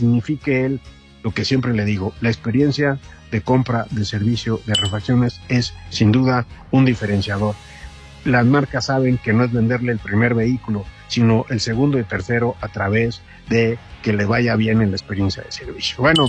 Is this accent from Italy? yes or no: no; Mexico; nosotros como mexicanos